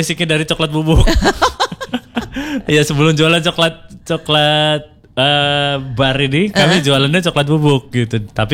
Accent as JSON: {"language": "Indonesian", "region": "Java", "country": "Indonesia", "lives_now": "Bangka, Indonesia", "said": "Dan ini jadi keresahan karena saya juga perantau sebenarnya dari Jawa."}